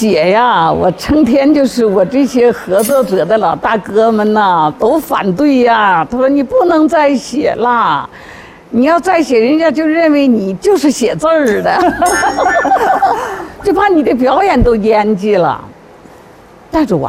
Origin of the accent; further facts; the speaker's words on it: Shandong, China; accent: Shandong dialect; 我说倒口山东话，我是山东人。这个我可是用上我山东话了。